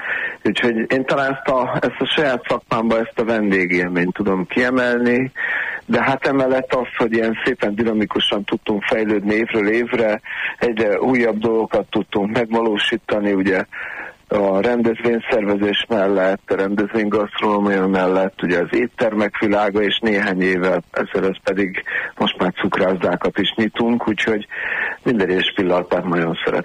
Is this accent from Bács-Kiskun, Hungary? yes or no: no; Budapest, Hungary; de a Murisimont körtér mellett nőttem fel